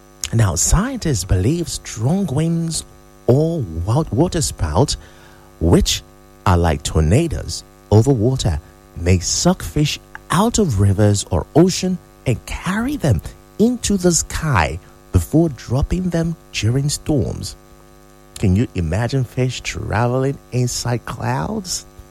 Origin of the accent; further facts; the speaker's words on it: Enugu, Enugu State, Nigeria; There used to be a time while I was growing up in Enugu